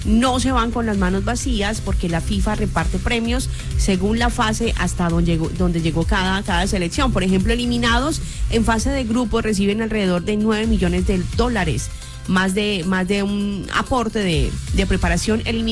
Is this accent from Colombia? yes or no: yes; Colombia